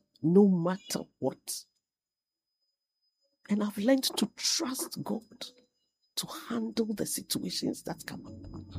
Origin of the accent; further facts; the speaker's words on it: Cape Coast, Central Region, Ghana; born there; Yes, I was born in Cape Coast. My mom was a nurse.